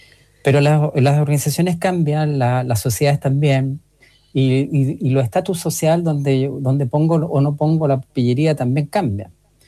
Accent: Chile; Un país que somos chilenos

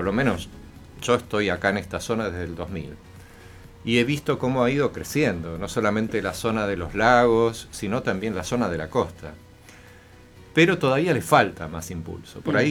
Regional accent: Argentina; also born or lived in Chile; O sea, yo soy argentino y chileno y vivo mucho tiempo en el exterior.

